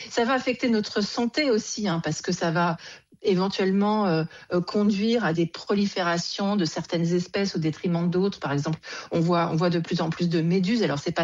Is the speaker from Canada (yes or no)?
no; France; chez nous en France